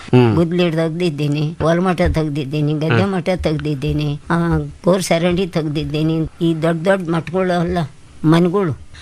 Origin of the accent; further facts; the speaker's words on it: Hosahalli, Karnataka, India; ಗುಬ್ಬಿ ಹೊಸಳ್ಳಿ ತಾಲೂಕಿನಲ್ಲಿ ನಾವು ಹುಟ್ಟಿ ಬೆಳೆದಿದ್ದು.